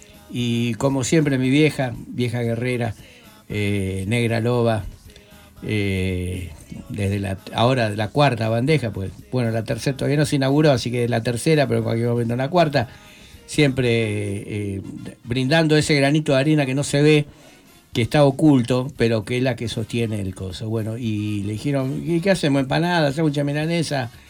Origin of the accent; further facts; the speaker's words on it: Rosario, Santa Fe, Argentina; que eran todo el barrio ahí de la Rey Mendoza, el Club Amistad y Unión, el Club Libertad, que esa es la zona donde yo me crié hasta los 18. Que es donde estoy ahora viviendo en la pensión, ahí en la estación Rosario Oeste.